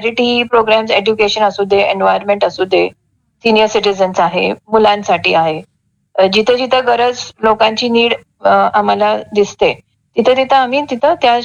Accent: Pune, Maharashtra, India; moved away as an adult; now in Solapur, India; मी actually मूळची पुण्याची आहे, शिक्षण सगळं माझं तिथं झालं आहे, आणि लग्न करून मग सोलापूरला आले.

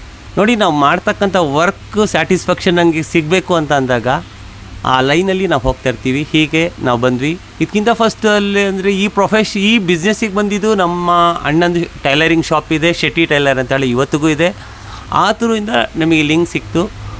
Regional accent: Shivamogga, Karnataka, India; ನಾವು ಮೂಲತಃ ಉಡುಪಿಯವರು, ಬಟ್ ಹುಟ್ಟಿದ್ದು ಬೆಳೆದಿದ್ದು ಎಲ್ಲ ಶಿವಮೊಗ್ಗದಲ್ಲಿ.

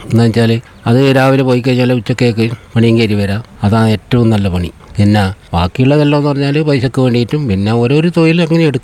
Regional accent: Thillankeri, Kerala, India; Thillankeri.

